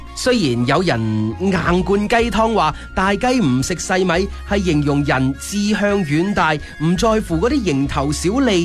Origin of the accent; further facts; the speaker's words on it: Guangdong, China; 我哋广东人中意食鸡，自然咧就好中意养鸡啦。